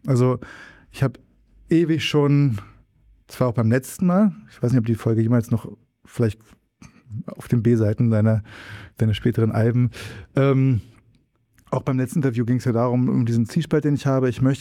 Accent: Berlin, Germany; Ich bin irgendwo in meinem Ende der 30er. Noch. Ich wohne in Berlin, ich komme aus Berlin.

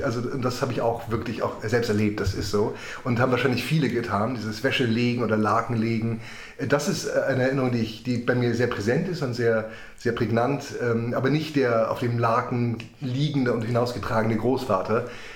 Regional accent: Berlin, Germany; Ich hatte sozusagen als Berliner Balkonbesitzer von Unkrautbekämpfung gar keine Ahnung

